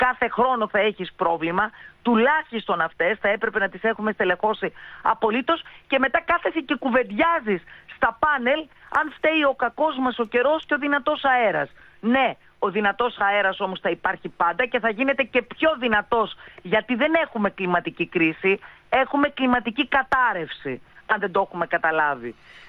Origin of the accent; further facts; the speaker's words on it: Thessaly, Greece; Αυτή τη στιγμή δεν έχει αποκατασταθεί ο τόπος μου